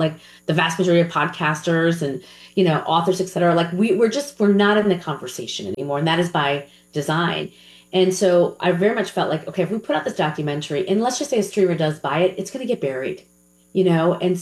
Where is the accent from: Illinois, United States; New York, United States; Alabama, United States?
New York, United States; I think, look, I'm a New Yorker.